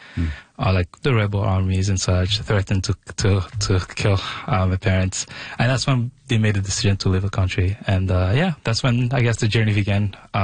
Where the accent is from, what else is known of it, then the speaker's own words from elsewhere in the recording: Bukavu, South Kivu, DR Congo; now in Canada; So living in Congo at the time, I'm from Bukavu, so it's on the eastern side of Congo.